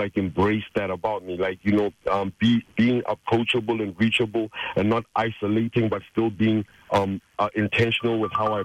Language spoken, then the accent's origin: English; Jwaneng, Southern District, Botswana; also born or lived in Francistown; I grew up in Jwaneng amongst like a golden era pretty much that, you know, Debswana had ushered in and afforded us, you know. So we had a cosmopolitan, multicultural environment.